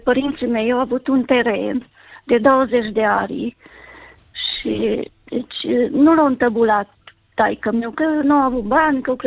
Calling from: Bistrița, Bistrița-Năsăud, Romania; din Bistrița.

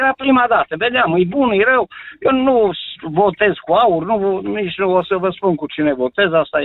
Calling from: Cluj-Napoca, Cluj County, Romania; sunt din Cluj

